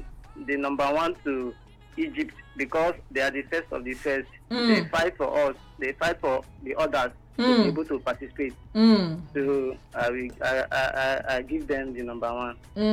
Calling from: Port Harcourt, Rivers, Nigeria; I'm calling from Rumokuta, Port Harcourt.

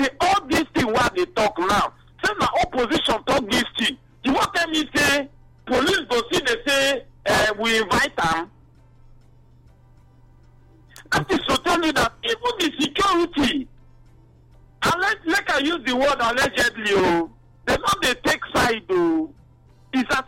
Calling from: Igrita, Rivers, Nigeria; Good morning, Kate Ogan. I'm asking from Igrita.

